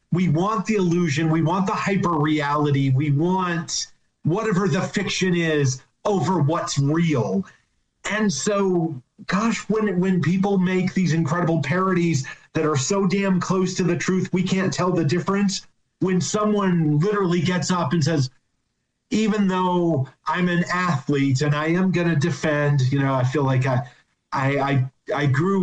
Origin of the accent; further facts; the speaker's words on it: Morris, Minnesota, United States; also born or lived in Herman, Minnesota; I was born in Morris, Minnesota. So, West Central, closer to the Dakotas.